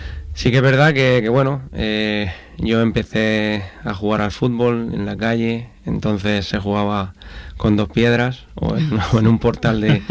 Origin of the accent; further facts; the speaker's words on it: Mula, Region of Murcia, Spain; Vino a Mula, a mi pueblo, nosotros éramos de aquí